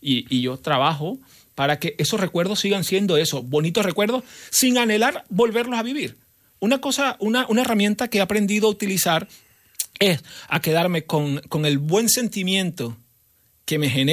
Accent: Coro, Falcón, Venezuela; now in Catalonia, Spain; lo que pasa particularmente en mi pueblo, porque yo sigo siguiendo que yo soy coreano, falconiano y venezolano

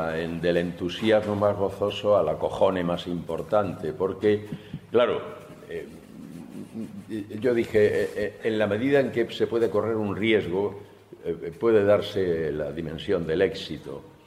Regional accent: Chinchón, Community of Madrid, Spain; su bisabuela era de Valdelaguna, que es un pueblo cercano del mío, yo soy de Chinchón

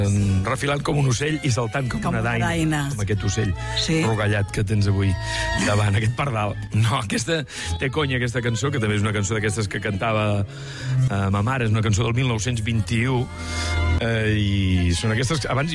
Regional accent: Catalonia, Spain; Però sense perdre la vista això que som del Camp de Tarragona

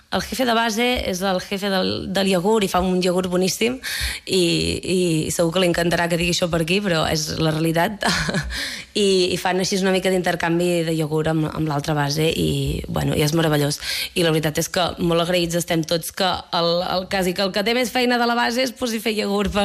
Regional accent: Catalonia, Spain; jo soc catalana

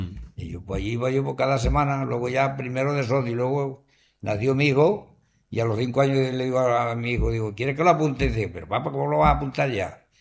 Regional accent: Cubelles, Catalonia, Spain; Yo soy de Cubella, yo cubellense.

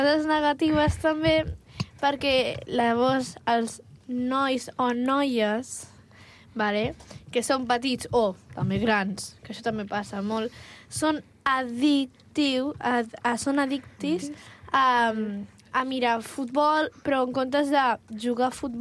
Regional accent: Catalonia, Spain; la meva família em dirà Barça, que bé, som catalans, hem de ser el Madrid.

